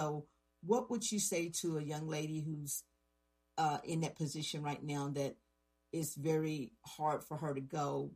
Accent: Kentucky, United States; we're from Kentucky, both you and I.

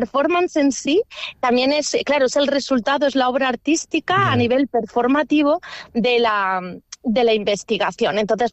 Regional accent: Xàtiva, Valencian Community, Spain; moved away; y la gran mayoría de ellas, 20 y pico mujeres, somos de Xàtiva.

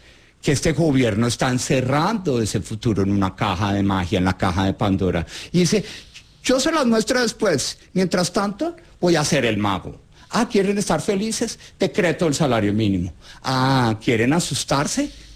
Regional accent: Colombia; a entender que como colombianos siempre hemos sido capaces de, en la incomodidad, construir algo que nos haga salir adelante.

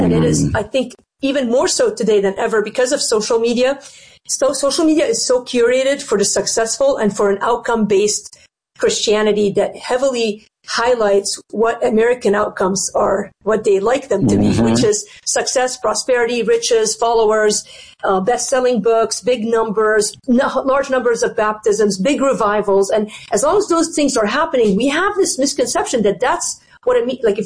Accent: Lebanon; now in Chicago, United States; the Middle East, which is where I'm originally from. I grew up in Lebanon.

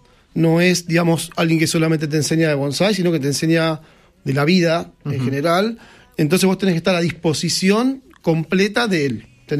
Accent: Argentina; porque somos argentinos y tenemos costumbres totalmente distintas, ¿no?

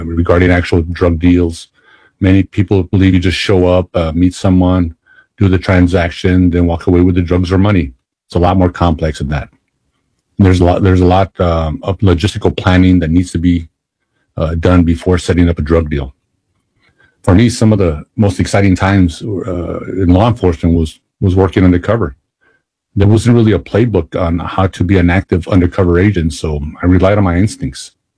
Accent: El Paso, Texas, United States; I was born and raised in El Paso, so I was familiar with the culture, the people in the streets of the city.

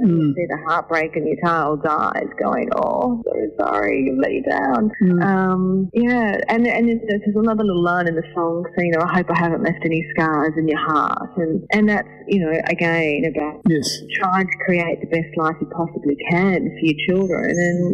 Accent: Australia; I grew up in the Mallee, so coming to Canberra to the Mallee was, you know, it's quite an extreme with the weather.

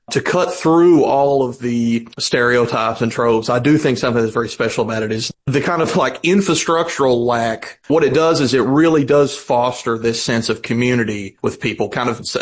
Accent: Kentucky, United States; It's obviously very rural. I'm from Kentucky, District 5. It's the congressional district.

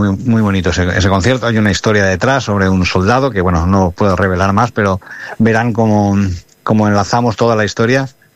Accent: Valencia, Valencian Community, Spain; yo me crié aquí en Valencia tocando en bandas

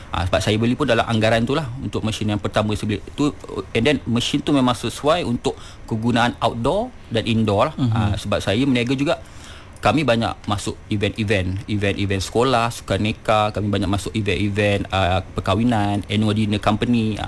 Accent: Selangor, Malaysia; Saya berasal dari Sungai lah. Berasal daripada area Selangor.

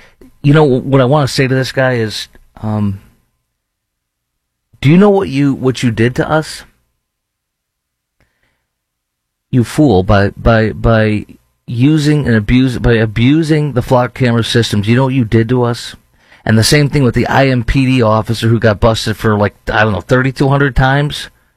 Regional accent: Chicago, Illinois, United States; What was my point about being a dumb Polak? I'm a dumb Polak from Chicago.

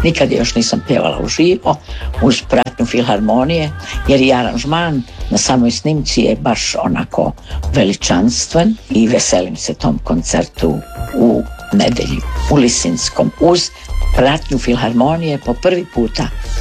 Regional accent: Zagreb, City of Zagreb, Croatia; jer ja sam rođena u Zagrebu, ja sam rođena na periferiji Zagreba, ja sam Zagreb proživjela na periferiji, jedno od najljepših djetinjstva što možete zamisliti.

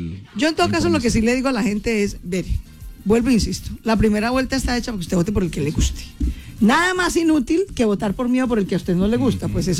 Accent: Colombia; Leonardo y yo somos dos colombianos hechos a pulso, venimos de abajo

